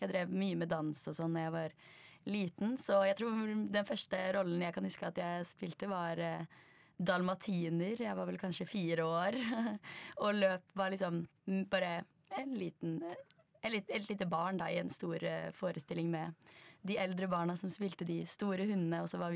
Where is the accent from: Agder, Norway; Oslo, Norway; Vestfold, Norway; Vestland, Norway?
Oslo, Norway; Jeg er jo fra Oslo